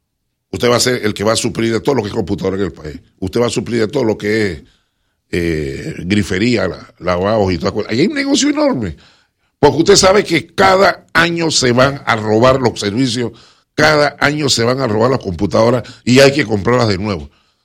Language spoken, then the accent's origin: Spanish; Panama; Yo soy panameño pa hincha de la marea roja, pero para cargar con las desgracias de mi país, no.